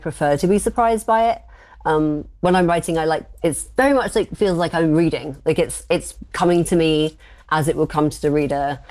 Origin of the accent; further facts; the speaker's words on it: Doncaster, Yorkshire and the Humber, United Kingdom; I'm from Doncaster